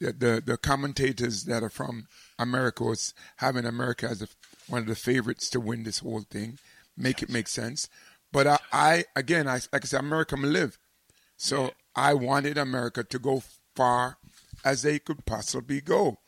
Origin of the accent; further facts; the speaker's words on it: England, United Kingdom; but for us as English people, football gods, rise up.